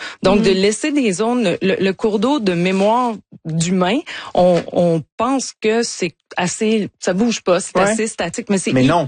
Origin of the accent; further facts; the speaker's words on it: Quebec, Canada; Puis, en passant, j'ai grandi en Gaspésie.